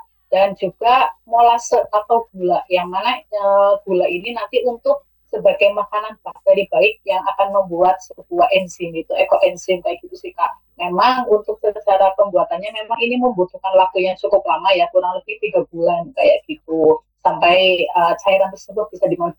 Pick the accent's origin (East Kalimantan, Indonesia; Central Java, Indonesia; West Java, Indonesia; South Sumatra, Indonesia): Central Java, Indonesia; Pekuncen; now in Sukaraja, Indonesia; Kalau saya aslinya sih Pekunsen, cuma saya sekarang domisili di Karanganas, Sukaraja.